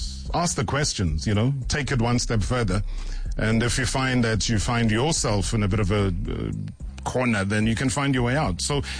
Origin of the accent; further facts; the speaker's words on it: Vryheid, KwaZulu-Natal, South Africa; I was born in Vryheid, and you grew up in Kandla.